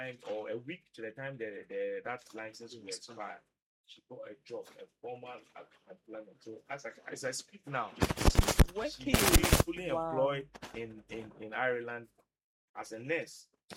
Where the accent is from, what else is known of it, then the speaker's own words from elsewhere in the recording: Tamale, Northern Region, Ghana; And the lady came all the way from the north. I'm from Tamale.